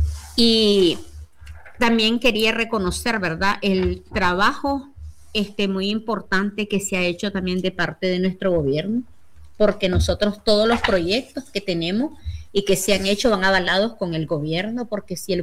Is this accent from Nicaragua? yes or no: yes; Palacagüina, Madriz, Nicaragua; mi pueblo, con proyectos grandes que tenemos en Palacahuina